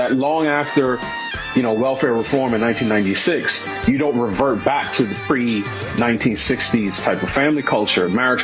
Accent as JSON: {"language": "English", "town": "New York City", "region": "New York", "country": "United States", "tie": "born or raised there", "lives_now": "Washington, United States", "said": "I grew up in New York City. You know, I went to school in college in Pittsburgh. I've been in the DC area now almost 20 years."}